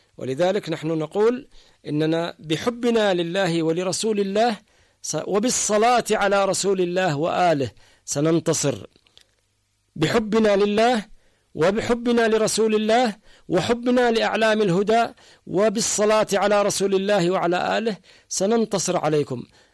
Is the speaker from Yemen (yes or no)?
yes; Yemen; إحنا شربنا كراهية السعودية، رضعناها رضاعة من حليب أمهاتنا، كل اليمنيين تقريبا.